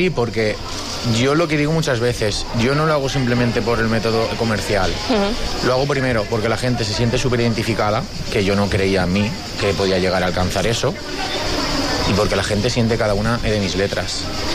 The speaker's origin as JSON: {"language": "Spanish", "town": "Sagunto", "region": "Valencian Community", "country": "Spain", "said": "Del puerto de Sagunto, sí. Somos del Horta Nord y Sagunto."}